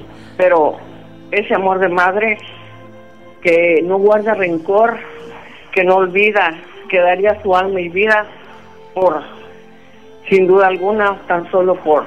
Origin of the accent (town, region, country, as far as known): Tapachula, Chiapas, Mexico